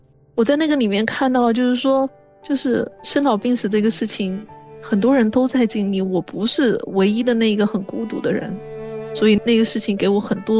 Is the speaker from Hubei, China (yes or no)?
yes; Wuhan, Hubei, China; moved away; 我的老家湖北武汉